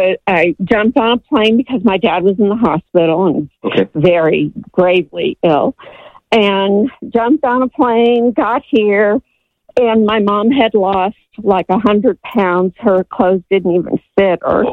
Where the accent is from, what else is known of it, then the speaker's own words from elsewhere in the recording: Colorado, United States; moved away as an adult; So I came from Colorado and I ended up needing to sell my condo and I've just been here. I don't consider myself a Massachusetts person